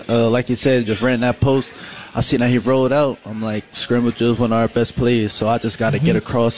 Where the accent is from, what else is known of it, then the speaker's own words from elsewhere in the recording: Woodbridge, Virginia, United States; moved away as an adult; now in Syracuse, United States; I'm from Woodbridge, Northern Virginia.